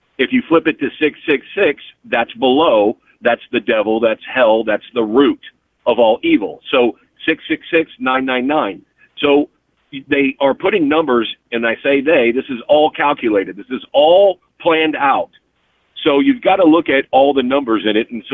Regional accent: Bacliff, Texas, United States; Growing up in Texas, I grew up in what's called Bay Cliff and San Leon, and that's where … had a mansion.

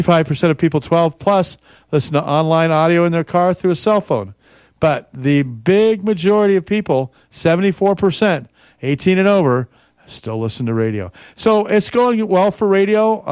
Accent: Oelwein, Iowa, United States; moved away; my hometown radio station in Olwine, Iowa, KOEL.

